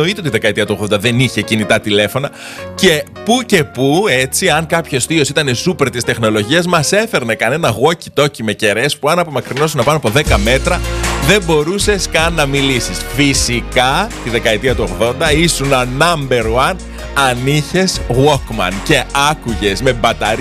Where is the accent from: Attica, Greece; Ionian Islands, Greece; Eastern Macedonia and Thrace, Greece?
Eastern Macedonia and Thrace, Greece; Kavala; also born or lived in Malevizi, Heraklion, Crete (family origin); now in Heraklion, Greece; πώς περνούσα τα καλοκαίρια μου τότε που κατέβαινα από την Καβάλα για όλες τις διακοπές του σχολείου εδώ στο Ηράκλειο Κρήτης. Αγία Πελαγία, λοιπόν, ήμουνα σε εκείνη την περιοχή. Αχλάδα, Αγία Πελαγία, από εκεί είναι η καταγωγή μου, από το Μαλεβίζι.